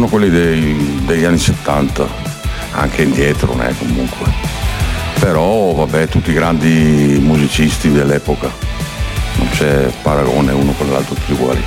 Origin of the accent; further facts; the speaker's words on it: Soncino, Lombardy, Italy; veniamo da Soncino, che è in provincia di Cremona. È un paesino, beh, anche famosino.